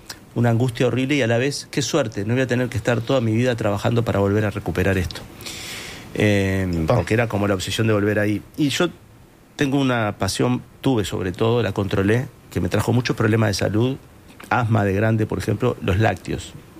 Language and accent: Spanish; Montevideo, Uruguay; Si bien no es la casa que nací, desde los 6 años viví en una casa en Sayago. Uh-huh. Para mí es como... No es el origen exacto, pero viví como hasta los 20 años.